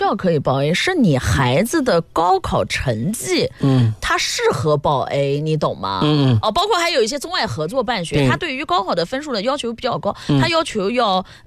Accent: Nanjing, Jiangsu, China; 因为本人是从小在能人里吃夫子庙包子，夫子庙小吃长大的。

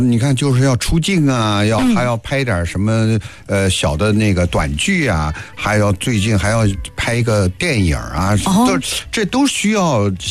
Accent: Nanjing, Jiangsu, China; 能够符合咱们南京人口味的相声

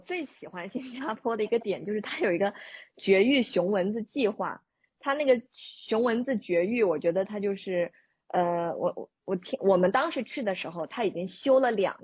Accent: Hainan, China; 因为我是在海南长大的嘛

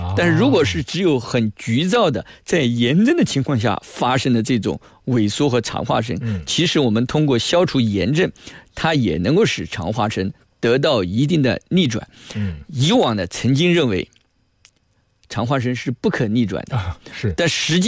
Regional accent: China

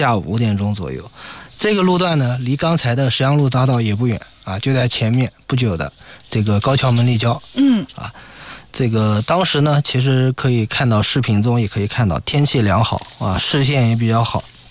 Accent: Nanjing, Jiangsu, China; 咱们南京人比较实在啊

